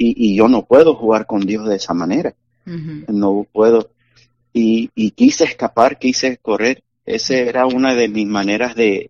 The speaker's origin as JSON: {"language": "Spanish", "town": "Houston", "region": "Texas", "country": "United States", "tie": "born or raised there", "said": "yo me crié ahí en Houston y conozco a todos de ahí."}